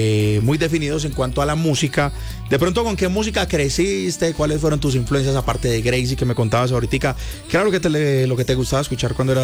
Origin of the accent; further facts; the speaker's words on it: Antioquia, Colombia; now in Bogotá, Colombia; nosotros los paisas